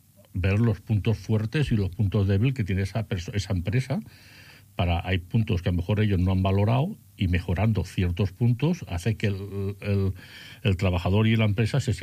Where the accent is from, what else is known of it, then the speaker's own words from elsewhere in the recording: Mataró, Catalonia, Spain; yo soy de Mataró, vivo toda la vida en Mataró y el negocio quiero que sea de Mataró.